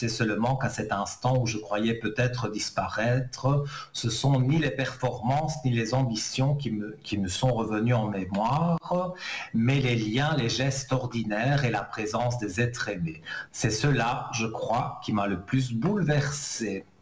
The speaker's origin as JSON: {"language": "French", "country": "Italy", "said": "Ah oui, je suis pur italien aussi."}